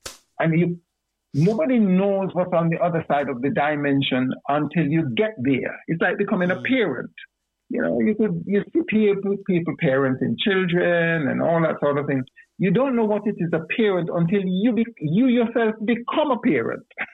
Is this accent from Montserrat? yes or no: yes; Montserrat; I'm from Montserrat.